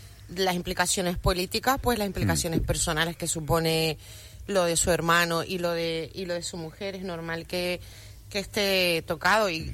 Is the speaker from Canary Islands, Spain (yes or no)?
yes; Canary Islands, Spain; Como canario, me siento ninguneado por nuestros políticos que permiten estos actos religiosos.